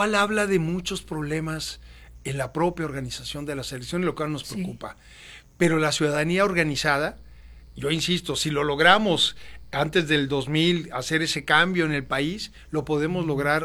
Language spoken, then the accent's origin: Spanish; Sonora, Mexico; moved away; Adoro mi tierra y la he seguido